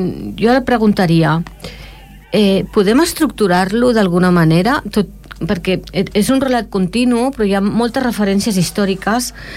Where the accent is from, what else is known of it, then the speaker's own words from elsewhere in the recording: Esplugues de Llobregat, Catalonia, Spain; la gent que vivim a Esplugues Fanys, doncs sempre li hem dit al barri del Sucre. Jo sóc de Can Clota, sí, eh? I jo visc, al carrer del Sucre.